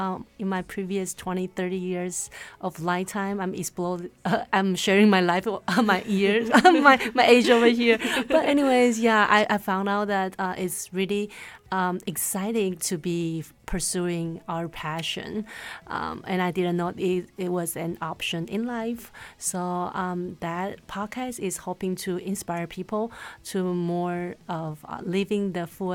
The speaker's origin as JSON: {"language": "English", "country": "Taiwan", "also_born_or_lived": "United States", "second_language": "English", "moved": "as an adult", "lives_now": "Canada", "said": "I was originally from Taiwan, and I had an experience of living in the States where I was there for sophomore year and undergrads."}